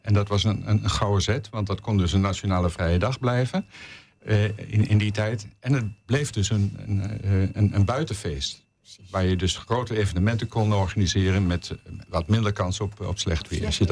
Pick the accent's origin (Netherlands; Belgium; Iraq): Netherlands; Gelderland; born there; in mijn geboortestreek, in de Achterhoek, heel veel school- en volksfeesten.